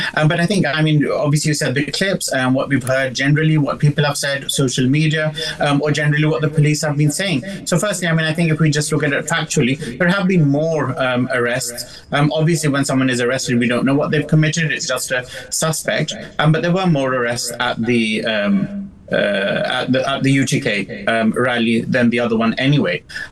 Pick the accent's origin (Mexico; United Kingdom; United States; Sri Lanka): United Kingdom; born there; I'm British. I was born here.